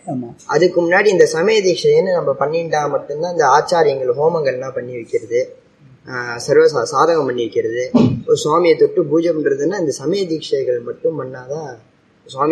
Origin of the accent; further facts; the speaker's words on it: Delhi, India; நான் டெல்லி.